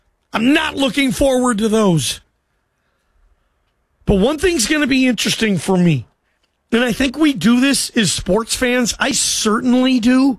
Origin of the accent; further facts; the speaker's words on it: Seattle, Washington, United States; also born or lived in Idaho; And grew up a huge Seattle Seahawks fan. I'm from Seattle.